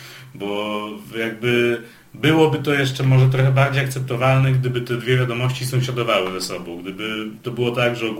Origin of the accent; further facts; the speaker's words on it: Białystok, Podlaskie Voivodeship, Poland; born there; jako białostoczaninowi z urodzenia